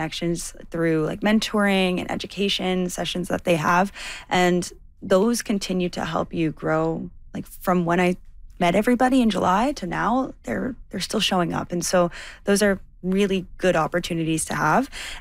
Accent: Thunder Bay, Ontario, Canada; And I came from Thunder Bay, which is technically a city, but this is where the music industry operates. You need to kind of be here.

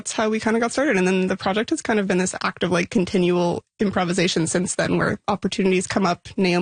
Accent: Montreal, Quebec, Canada; Yeah, I grew up in Montreal and I've always felt very drawn to like the ocean and waterways.

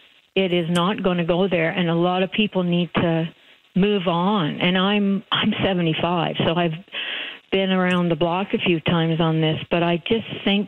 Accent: Canada; And as a Canadian, I can say that, you know, we grew up with complacency.

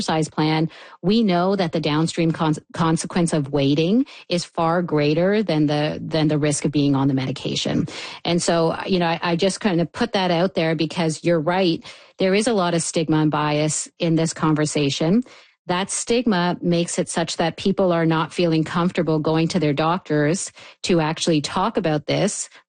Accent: Canada; I think as a Canadian population, we would be so much better off

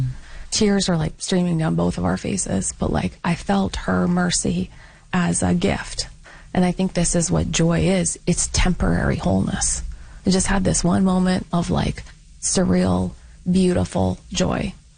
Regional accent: Canada; now in North Carolina, United States

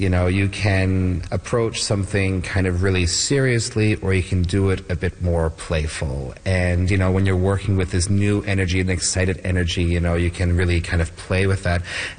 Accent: Newfoundland and Labrador, Canada; And while talking to him, I said I was from Newfoundland.

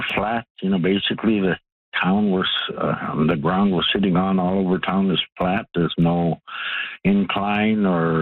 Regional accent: Cape Parry, Northwest Territories, Canada; born there; I was born in Cape Parry, and you know, all that land around between here and there is part of our heritage and culture.

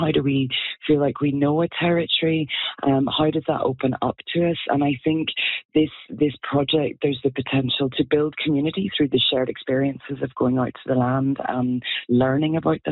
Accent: Northern Ireland, United Kingdom; now in Canada; I'm an immigrant myself. I'm from Northern Ireland. I've been in Quebec for 9 years and Bas-Saint-Laurent for the last three.

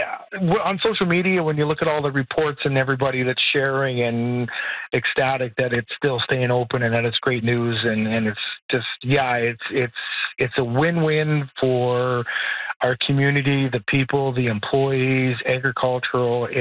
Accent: Indian Head, Saskatchewan, Canada; Because we're Indian Head, the beautiful. It's a great town. I mean, I've lived here all my life, and I will stay here. It's a wonderful community.

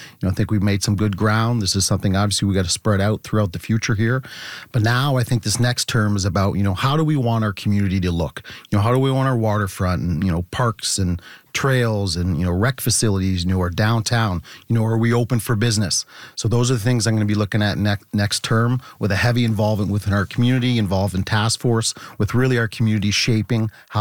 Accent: Kingsville, Ontario, Canada; moved away as an adult; we grew up in Kingsville and, you know, Kingsville Public and KDHS grads. And like everybody else, you move away for a while, you go to school. And, you know, we moved back in 2013 to start our business, Greenheart.

